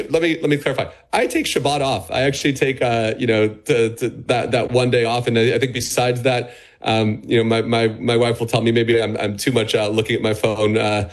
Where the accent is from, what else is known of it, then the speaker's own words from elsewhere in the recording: United States; especially as an American and think about, where we are in this moment